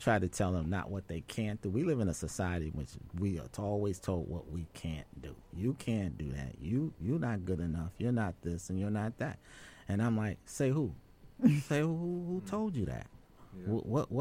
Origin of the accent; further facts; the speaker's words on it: New York, United States; I was from New York